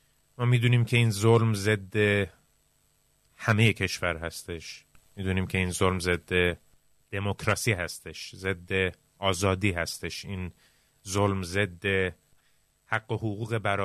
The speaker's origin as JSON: {"language": "Persian", "country": "Iran", "moved": "yes"}